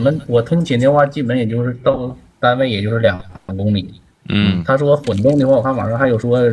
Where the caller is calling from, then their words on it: Northeast China, China; 咱也是东北的。